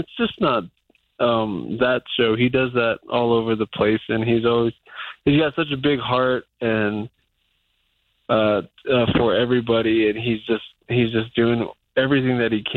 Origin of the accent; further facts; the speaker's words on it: Albuquerque, New Mexico, United States; I love my hometown. I love Albuquerque, man.